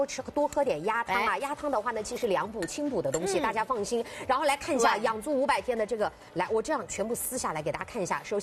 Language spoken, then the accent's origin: Chinese; Jiangxi, China; 我实话实说，我江西人，虽然我们老家鸡也好，鸭也好，也蛮多的